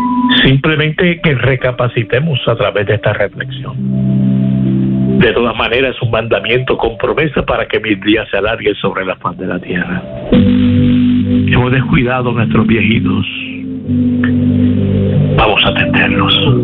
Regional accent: Puerto Rico

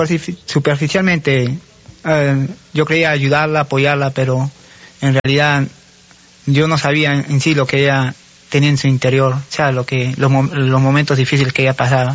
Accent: Lima, Peru; Vengo de Lima, capital de Perú.

